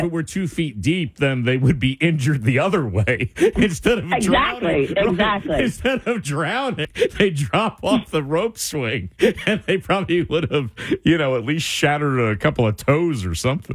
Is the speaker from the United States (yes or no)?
yes; Rahway, New Jersey, United States; I grew up in Rahway.